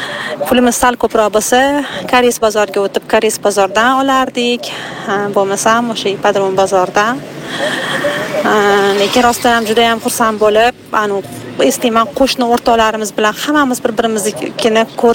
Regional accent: Tashkent, Uzbekistan; Maktab bozorini biz yoshligimizda ipodrom bozorida qilardik. Kesimga tushdi. Menimcha butun Toshkent o'sha ipodromga borib qilardi shekil.

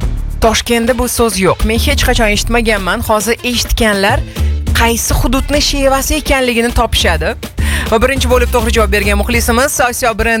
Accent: Tashkent, Uzbekistan; accent: Tashkent dialect; Toshkent shevasini yomon ko'radiganlar bor nimagadir, lekin men masalan xafa bo'laman shevamizga tosh otishsa, chunki biz shu sheva bilan ulg'ayganmiz. Bizni bir bo'lagimiz, bu sheva qon-qonimizga singib ketgan

